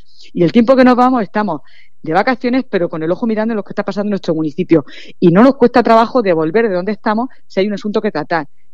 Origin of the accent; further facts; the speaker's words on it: Ceuta, Spain; Yo soy ciudadano de Ceuta y yo lo pasaría mal viendo lo que me está pasando.